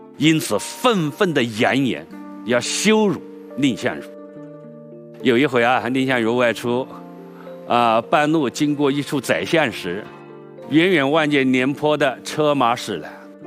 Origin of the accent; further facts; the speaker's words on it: Tongcheng, Anhui, China; 我的老家桐城